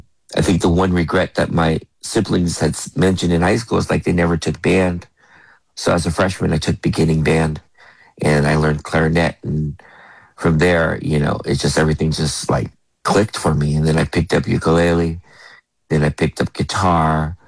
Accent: Berkeley, California, United States; You know, I always say that I was born and raised in the island of Berkeley, California. And it's truly an island. But my parents came from Hawaii.

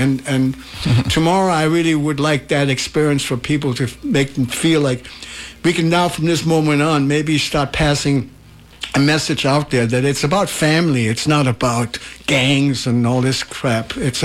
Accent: Denmark; English is a second language; now in United States; I came from Denmark. I knew that America is the promised place, like a promised land.

